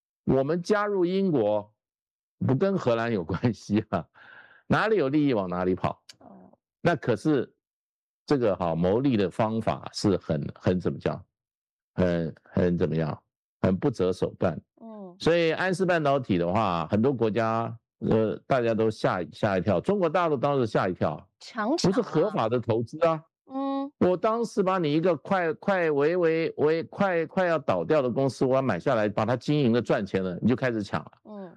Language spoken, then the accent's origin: Chinese; Taiwan; 我20几岁我就接触过荷兰人啊，跟他密切相处两个礼拜。我那时候我们台湾